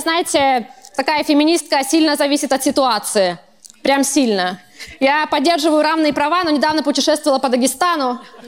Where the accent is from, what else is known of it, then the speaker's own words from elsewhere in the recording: Nalchik, Kabardino-Balkaria, Russia; born there; moved away; Я сама родилась в Нальчике